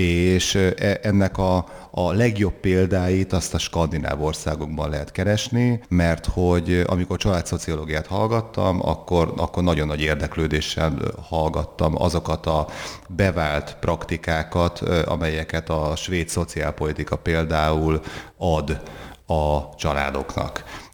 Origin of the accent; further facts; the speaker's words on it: Békés, Hungary; falun nőttem föl, Délbékésben, az Alföld pereme